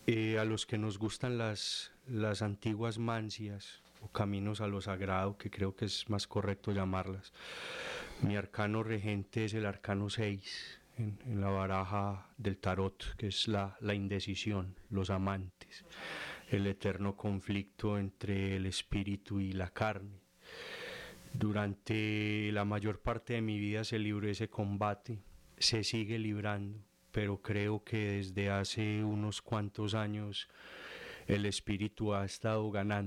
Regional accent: Medellín, Antioquia, Colombia; also born or lived in Puerto Berrío; Lo que pasa es que yo no conozco mi pueblo natal. Desde los 6 meses de nacido vivo en Medellín y nunca regresé.

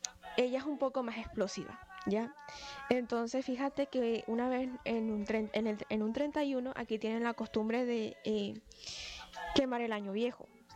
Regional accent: Venezuela; yo no digo en todas partes que soy Venezuela, que soy de venezolana, porque muchas veces cambian la forma de tratarte a ti misma.

